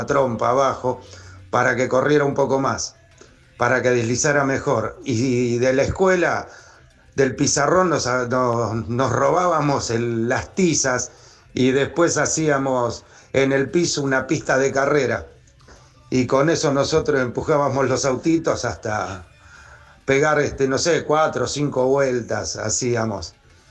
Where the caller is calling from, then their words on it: San Justo, Buenos Aires Province, Argentina; de San Justo